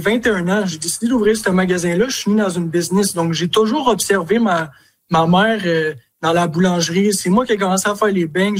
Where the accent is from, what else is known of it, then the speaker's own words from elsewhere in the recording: Montreal, Quebec, Canada; now in Bonaventure, Canada; Ben moi, dans le fond, je viens littéralement de Montréal. Donc, Montréal, du sud.